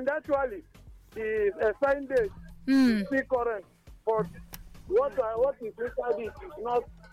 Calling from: Nigeria; from Ubokulu.

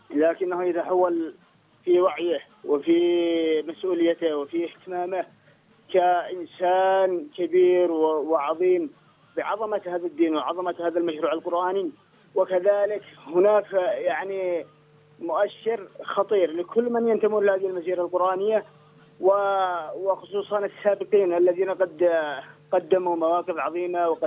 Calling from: Ibb, Yemen; أنا من أبناء محافظة إبن.

